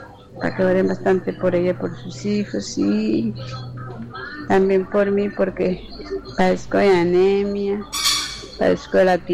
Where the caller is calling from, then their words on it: Siquirres, Limón, Costa Rica; soy de Siquirres.